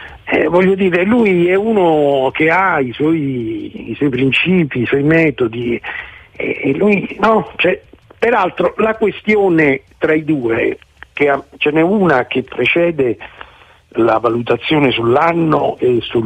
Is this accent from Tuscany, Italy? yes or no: no; Rome, Lazio, Italy; Poi comunque voglio dire, crescendo a Roma, amici romanisti, scuola, cioè, però si può cambiare